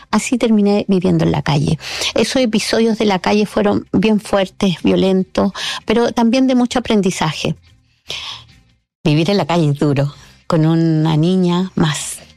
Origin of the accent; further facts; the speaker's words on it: Parral, Maule, Chile; now in Bajos de Mena, Chile; nacida y criada en Parral, transformada en Bajos de Mena.